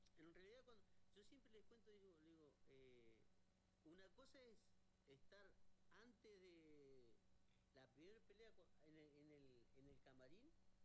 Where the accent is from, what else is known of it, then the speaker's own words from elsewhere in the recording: Centenario, Neuquén, Argentina; Nacido y criado en Centenario.